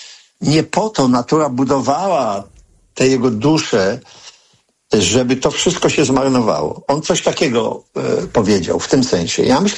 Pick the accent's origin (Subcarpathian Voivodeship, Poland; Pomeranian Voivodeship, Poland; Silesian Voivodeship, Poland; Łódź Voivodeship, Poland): Silesian Voivodeship, Poland; Sosnowiec; Ja się urodziłem, wychowywałem w takiej górniczej dzielnicy Sosnowca-Niwce. Były dwie kopalnie.